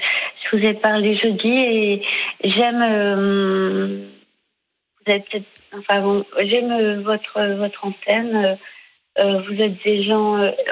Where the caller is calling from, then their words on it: Vierzon, Centre-Val de Loire, France; Bah, je suis dans une pension de famille à Vierzon.